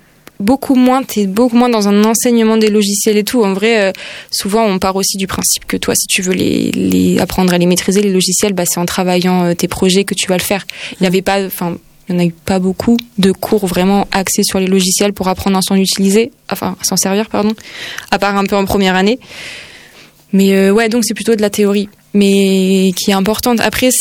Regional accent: Grenoble, Auvergne-Rhône-Alpes, France; Après, moi, je suis allée pas mal sur place en Ariège, puis j'ai grandi à Grenoble et tout.

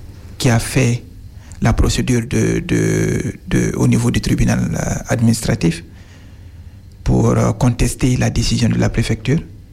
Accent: Guinea; moved away as an adult; now in France; moi, vu que je suis guinéen

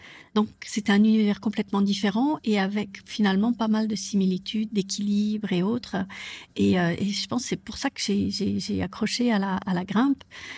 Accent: Lausanne, Vaud, Switzerland; born there; also born or lived in Chamonix valley, France; Donc moi, je suis née à Lausanne, hein, en Suisse, et on avait un appartement dans la vallée de Chamonix quand on était enfant.

